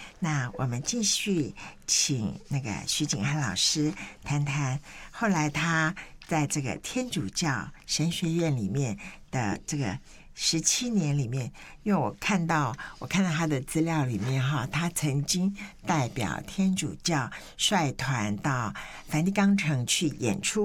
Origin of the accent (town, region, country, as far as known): Taiwan